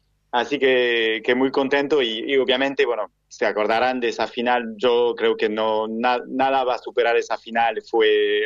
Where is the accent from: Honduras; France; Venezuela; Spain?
France; Soy francés